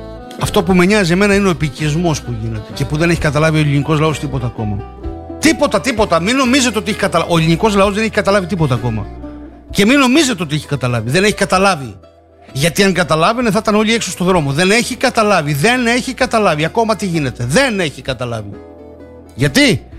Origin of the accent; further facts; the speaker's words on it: Crete, Greece; Μένα το χωριό μου να μείνει ελληνικό και κριτικό στην Κρήτη που είμαι, με ενδιαφέρει.